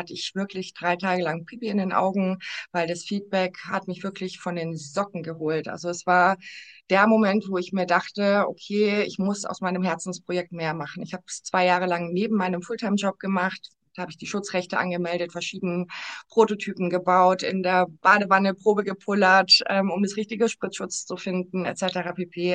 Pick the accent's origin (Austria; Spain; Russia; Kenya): Spain; Canary Islands; moved away; Ich bin auf den Kanarischen Inseln groß geworden.